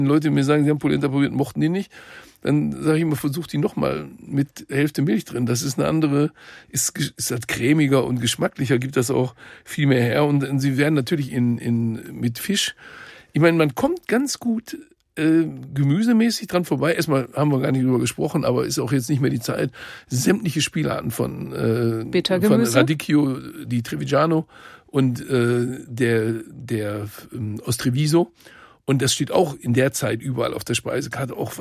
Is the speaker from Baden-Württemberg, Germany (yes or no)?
no; North Rhine-Westphalia, Germany; Bei uns im Ruhrgebiet, früher ist das, da kriegt er lange Zähne.